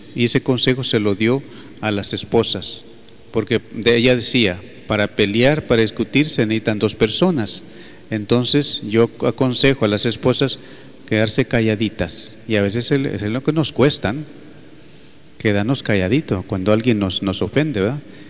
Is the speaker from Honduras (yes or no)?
yes; Honduras; Ahí somos nosotros los hondureños.